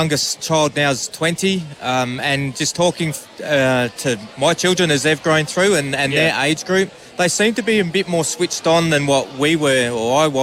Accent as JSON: {"language": "English", "region": "South Australia", "country": "Australia", "tie": "born or raised there", "said": "I grew up in the Riverland, so I'm a country lad, so I've been to plenty of field"}